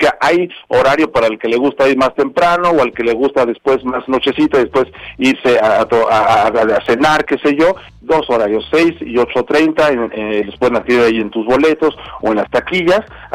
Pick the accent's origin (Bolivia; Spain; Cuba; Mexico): Mexico; porque nosotros como mexicanos, tú lo sabes, hay una desgracia y a los 5 minutos ya sacamos un chiste